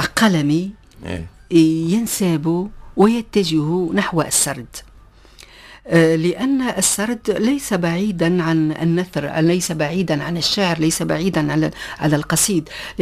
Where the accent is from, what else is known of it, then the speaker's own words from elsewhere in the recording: Tunisia; عندنا في تونس